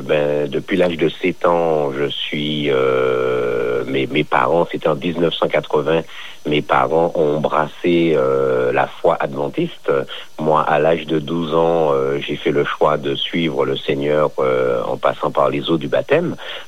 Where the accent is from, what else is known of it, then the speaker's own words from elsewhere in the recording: Martinique, France; also born or lived in Budapest, Hungary; puis depuis dimanche, je suis retourné chez moi en Martinique, et actuellement, je suis donc en Martinique.